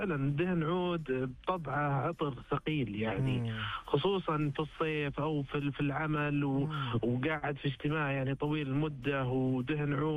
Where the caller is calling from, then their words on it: Riyadh, Riyadh Province, Saudi Arabia; من الرياض.